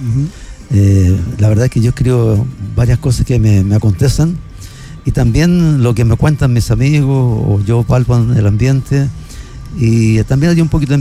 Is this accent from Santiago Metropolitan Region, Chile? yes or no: yes; Santiago, Santiago Metropolitan Region, Chile; Yo soy de Santiago, de la comuna de San Miguel.